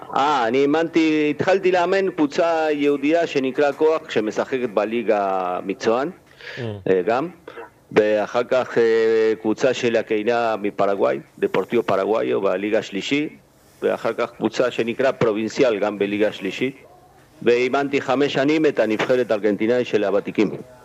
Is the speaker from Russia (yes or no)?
no; Argentina; moved away as an adult; now in Curaçao; אני ארגנטינאי. אני ארגנטינאי. ארגנטינאי, שיחקתי בארגנטינה